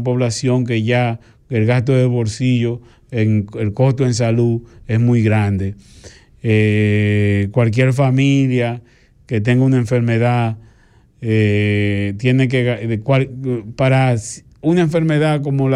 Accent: Dominican Republic; nosotros como médicos, como ente dominicanos que somos, como médicos que trabajamos en la República Dominicana

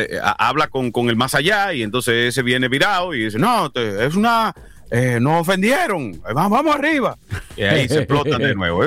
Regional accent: Dominican Republic; moved away; somos todos dominicanos

